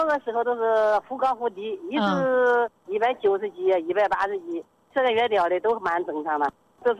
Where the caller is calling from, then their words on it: Tianmen, Hubei, China; 我是天门江湖农场的。